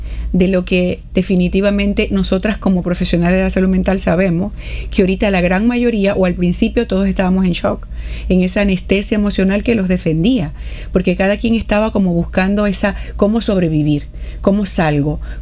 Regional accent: Venezuela; Yo, de verdad, particularmente como venezolana

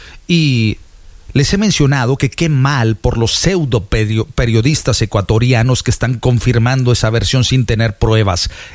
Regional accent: Mexico; soy mexicano

